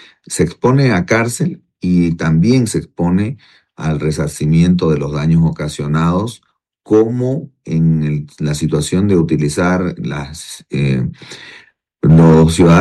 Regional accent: Bolivia; la lógica de la ley es que nuestro razonamiento, nuestra cultura como bolivianos cambie

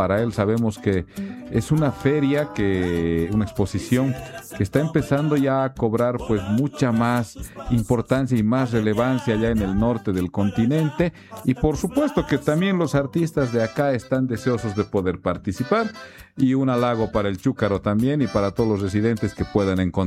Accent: Bolivia

